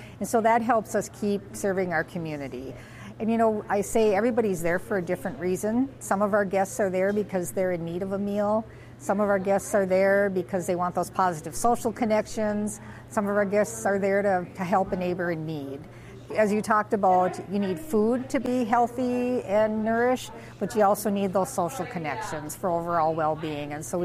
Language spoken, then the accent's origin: English; Fargo, North Dakota, United States; and I'm from Fargo